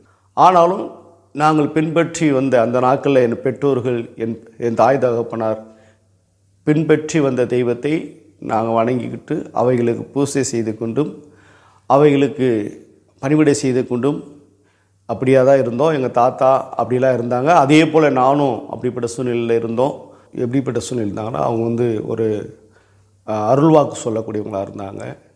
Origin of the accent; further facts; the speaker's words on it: Mandalamanickam, Tamil Nadu, India; அப்போ எங்கள் ஊர்லேயே, எங்கள் சொந்த ஊர்லேயே மண்டலமணிக்குங்கிற ஊரத்தில் 10th வரைக்கும் இருக்குது.